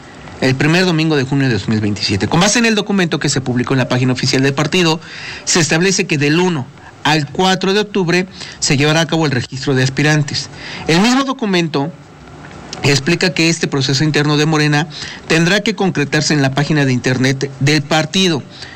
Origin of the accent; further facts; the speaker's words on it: Puebla, Mexico; nosotros como poblanos tenemos que elegir diputados federales, locales y presidentes municipales.